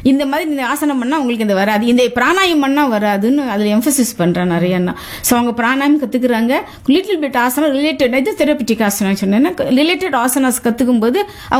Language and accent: Tamil; Tamil Nadu, India; born there; நான் வந்து தமிழ்நாடு பொண்ணு. ஆக்சுவலி தமிழ்நாட்டில் தானே நாங்க பிறந்தோம்.